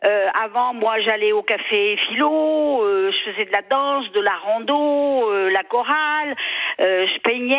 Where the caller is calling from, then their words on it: Pays de la Loire, France; moi, j'habite en Vendée et j'habite tout près de la mer, en fait, dans un endroit relativement bien.